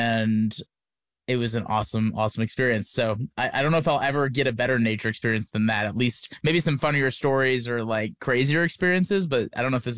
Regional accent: Wisconsin, United States; Yeah, I grew up in Wisconsin, and our version of nature was the 12,000 lakes that the state has.

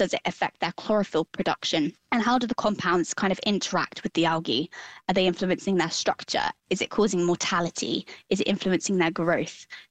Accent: South West England, United Kingdom; I grew up in Devon in the UK, and as such, I've spent obviously a lot of time in and around the ocean.

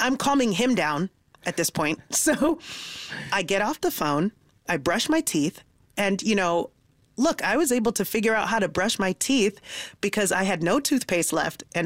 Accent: Nigeria; also born or lived in New York, United States

